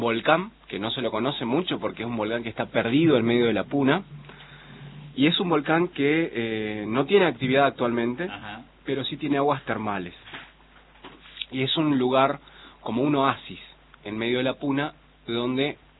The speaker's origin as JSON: {"language": "Spanish", "town": "San Salvador de Jujuy", "region": "Jujuy", "country": "Argentina", "tie": "born or raised there", "moved": "yes", "lives_now": "Resistencia, Argentina", "said": "Yo soy jujeño, nacido en San Salvador de Jujuy, criado en una familia de folcloristas"}